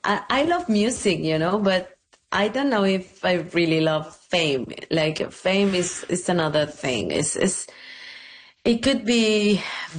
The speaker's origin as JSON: {"language": "English", "region": "Veracruz", "country": "Mexico", "tie": "born or raised there", "said": "I grew up in Veracruz. Eventually, I wanted to go back home. You know, my mother was there, and I wanted to build this house, the house that I live in."}